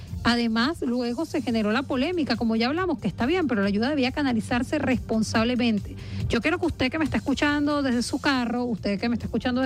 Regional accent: Venezuela; Eso como venezolanos tenemos que preguntárnoslo

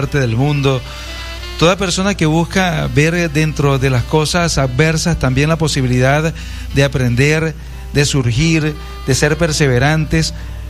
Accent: Venezuela; somos venezolanos, somos resilientes

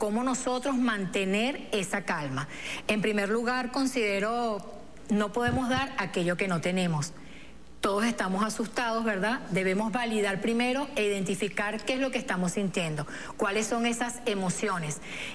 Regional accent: Venezuela; nosotros los venezolanos

